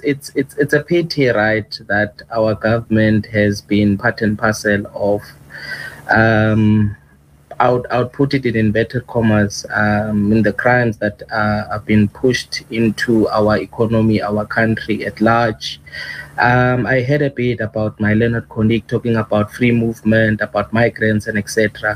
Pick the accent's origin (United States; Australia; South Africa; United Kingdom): South Africa; as a South African and as a citizen of this country.